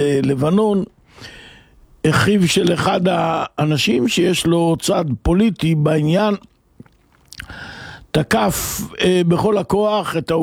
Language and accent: Hebrew; Northern Israel, Israel; אצלנו בצפון יש רמב״ם